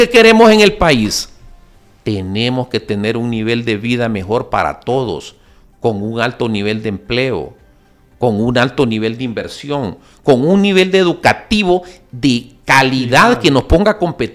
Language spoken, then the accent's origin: Spanish; Honduras; nosotros, como buenos hondureños que somos y pensantes, y como decía el compañero, que nos hemos sacrificado aquí en Honduras